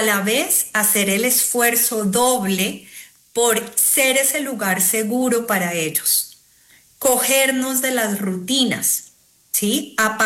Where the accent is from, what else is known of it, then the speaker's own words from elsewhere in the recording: Cali, Valle del Cauca, Colombia; Por ejemplo, he escuchado en Cali, yo soy de Cali y de verdad, de corazón